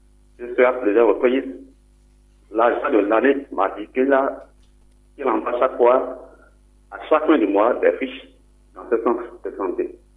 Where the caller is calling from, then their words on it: Parakou, Borgou, Benin; J'appelle de Parakou.